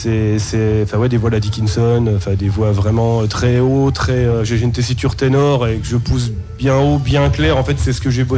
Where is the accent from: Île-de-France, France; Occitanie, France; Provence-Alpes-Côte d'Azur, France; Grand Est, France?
Grand Est, France; Toul; also born or lived in Antilles; now in Chantraine, France; je suis chantrainois, du coup j'habite à Chantraine. Mm-hmm. Mais en fait je suis pas du coin, mais en fait je suis du coin d'ici, parce que je suis toulois, je suis né à Toul, du coup.